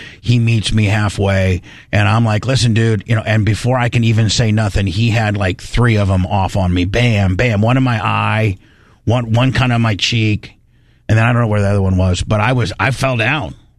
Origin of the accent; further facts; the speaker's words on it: Midwest, United States; I was just a regular kid growing up in the Midwest